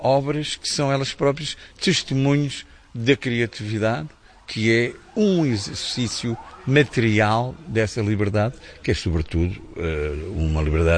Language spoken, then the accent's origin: Portuguese; Lisbon, Portugal; born there; não nasci em África, nem na Patagónia, nem na Austrália, nasci em Lisboa, na Europa, no ocidente da Europa.